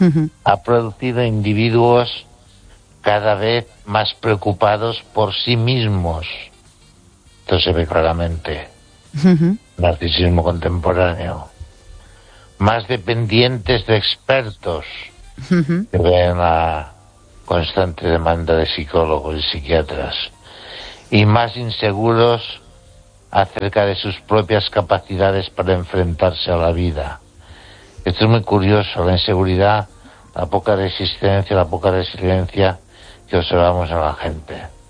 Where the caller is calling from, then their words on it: Catalonia, Spain; desde Cataluña.